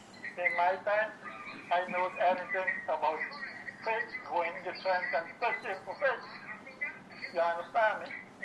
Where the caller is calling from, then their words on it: Barima-Waini, Guyana; I'm calling from Region 1.